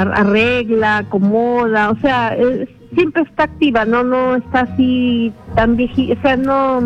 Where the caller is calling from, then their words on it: Lima, Peru; Soy acá de Lima